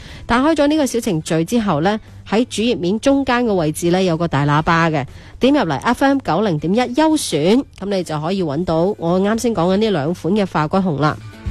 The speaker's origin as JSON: {"language": "Cantonese", "region": "Guangdong", "country": "China", "said": "嗰度嘅干燥天气呢就唔係我哋广东人能够短时间去适应到㗎。"}